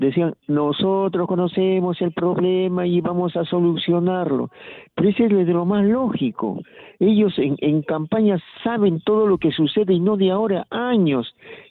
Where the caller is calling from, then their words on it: Lima, Peru; desde San Juan de Miraflores.